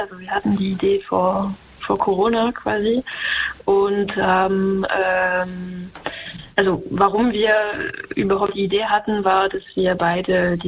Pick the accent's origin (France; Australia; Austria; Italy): France; German is a second language; Ich komme ja aus Frankreich und der zeitgenössische Zirkus ist ja dort schon seit 70er Jahren viel verbreiter und habe schon als Kind so Stücke aus dem zeitgenössischen Zirkus gesehen